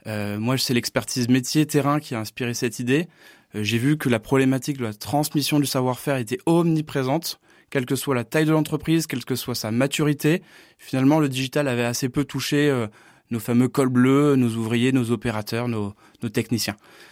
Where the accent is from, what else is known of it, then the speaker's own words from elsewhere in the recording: Nouvelle-Aquitaine, France; Je suis originaire du Sud-Ouest, donc Gascon-Béarnais.